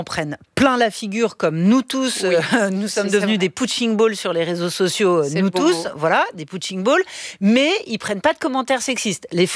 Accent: France; c'est quand même très rare qu'on l'ait chez nous en France

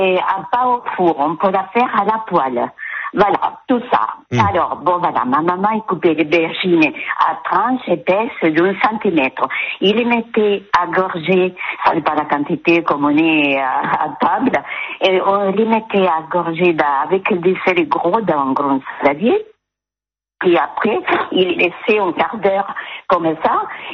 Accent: Calabria, Italy; moved away as an adult; now in France; Exactement, je viens de la Calabre et j'habite en Calice maintenant depuis 50 ans, depuis que je me suis mariée. Mais bon, voilà, mes racines sont italiennes.

